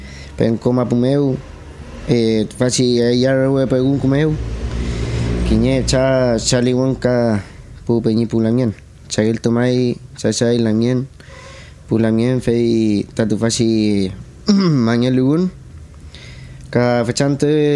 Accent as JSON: {"language": "Spanish", "town": "Penco", "region": "Biobío", "country": "Chile", "tie": "born or raised there", "also_born_or_lived": "Chiguayante"}